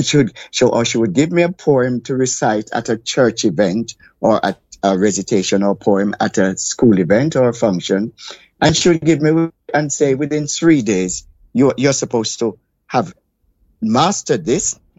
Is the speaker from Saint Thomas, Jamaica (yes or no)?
yes; Saint Thomas, Jamaica; also born or lived in Carshalton, Surrey, United Kingdom; now in United Kingdom; I was 6 years old at the time, and we left here and went to Jamaica, and I grew up in the parish of St. Thomas, which is the eastern section of the island.